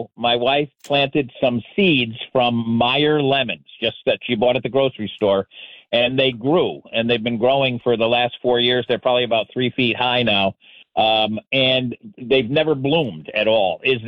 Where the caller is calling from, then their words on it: Milford, Connecticut, United States; from Milford.